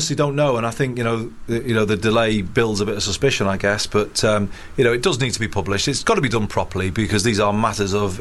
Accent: Liverpool, North West England, United Kingdom; born there; also born or lived in Manchester; I was born in Liverpool

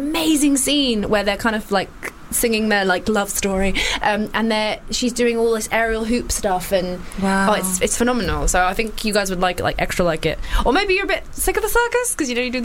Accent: United Kingdom; because I'm from the UK

